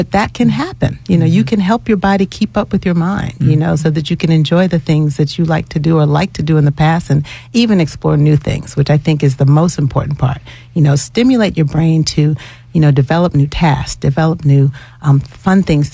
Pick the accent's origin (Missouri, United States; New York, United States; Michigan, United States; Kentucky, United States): New York, United States; moved away as an adult; also born or lived in North Carolina / Augusta; now in Atlanta, United States; I'm originally from New York, born and bred, grew up there, went to school in the South.